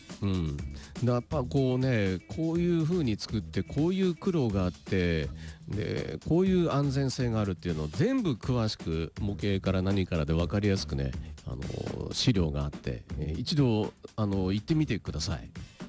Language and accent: Japanese; Kitakyushu, Fukuoka, Japan; 橋といえば私の地元には若戸大橋、あってかな、若いに扉の戸だから若戸か若戸かね、どっちだろう、若戸大橋があります。北九州で割と広くて、若松区から戸畑区に行くのはぐるっと回らなければならないんですが